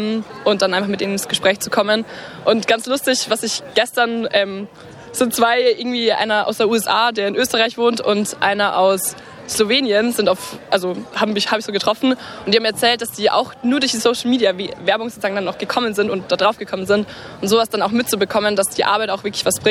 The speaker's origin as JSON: {"language": "German", "town": "Regensburg", "region": "Bavaria", "country": "Germany", "said": "ich komme aus der Nähe von Regensburg"}